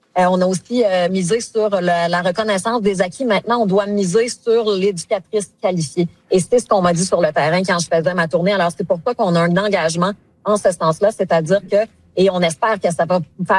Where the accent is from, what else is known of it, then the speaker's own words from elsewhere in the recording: Quebec, Canada; on a la population la plus vieillissante chez nous en Gaspésie, particulièrement dans la baie des Chaleurs.